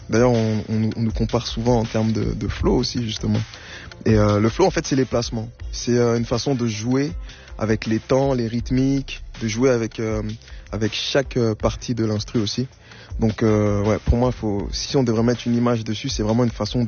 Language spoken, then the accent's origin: French; Montreuil, Île-de-France, France; À Montreuil, c'est ça. Je suis né dans un quartier qui s'appelle La Boissière, un hôpital qui s'appelle André Grégoire. Et à mes 8 ans, j'ai déménagé dans le Bas-Montreuil, ce qu'on appelle le Bas-Montreuil. Parce que Montreuil, c'est très grand.